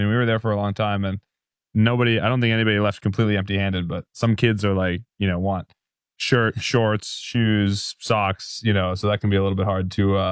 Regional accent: Vermont, United States; a lot of people from my hometown in Southern Vermont, and my mom was there, and just all kinds of Vermonters and friends.

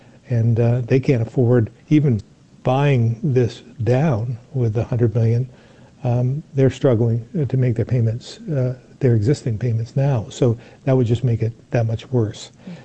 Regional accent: Barre, Vermont, United States; So, you can look at it right here in central Vermont. I grew up in Barrie

